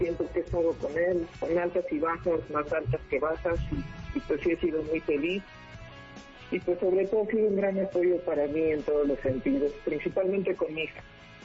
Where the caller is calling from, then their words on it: Mexico City, Mexico; De aquí, de la alcaldía de Benito Juárez